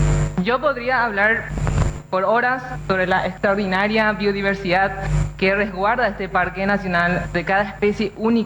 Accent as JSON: {"language": "Spanish", "country": "Paraguay"}